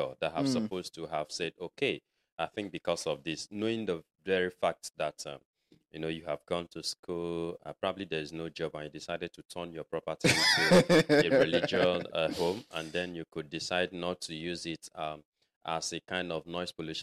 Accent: Nigeria; especially being a Nigerian or being found in Nigeria, as the case may be.

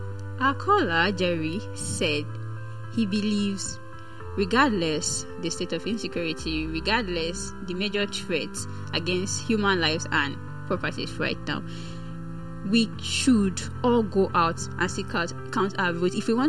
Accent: Nigeria; of course, I'm a Nigerian. I love Nigeria. I'm a very patriotic citizen.

